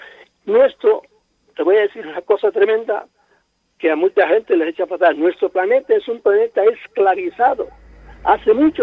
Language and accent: Spanish; Spain; Nosotros, a pesar de que en España estamos tan mal